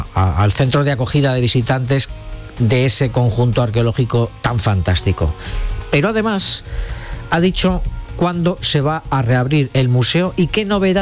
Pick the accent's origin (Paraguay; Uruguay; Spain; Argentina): Spain; Catalonia; Yo soy catalán, también es otra enfermedad como la de ser jerezano.